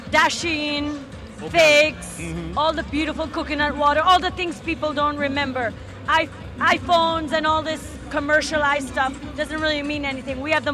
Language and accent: English; Trinidad & Tobago; No, I'm Trinidadian.